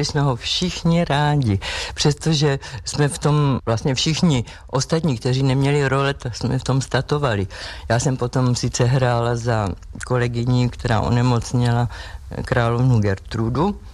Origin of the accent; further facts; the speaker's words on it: Prague, Czechia; moved away as an adult; now in České Budějovice, Czechia; Já jsem Pražačka